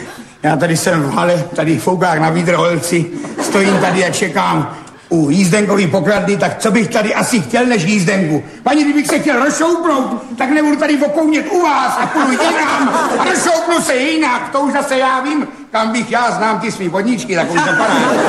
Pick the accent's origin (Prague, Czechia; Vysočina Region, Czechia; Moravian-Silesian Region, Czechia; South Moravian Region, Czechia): South Moravian Region, Czechia; Brno; No to byl z Brna, já jsem taky z Brna. Rodáci z Brna jsme, tam jsme jí chodili s Jandou do školy.